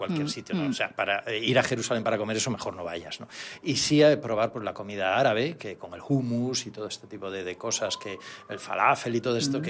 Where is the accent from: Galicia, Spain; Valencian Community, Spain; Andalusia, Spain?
Galicia, Spain; Ferrol; also born or lived in Salamanca; now in Palma, Spain; me recordaba mi tierra, Galicia.